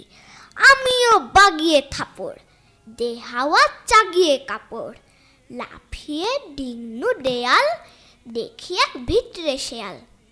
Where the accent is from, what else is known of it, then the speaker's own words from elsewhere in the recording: Domkal, West Bengal, India; আমি দমকল মাহিষ্যপাড়া থেকে এসেছি।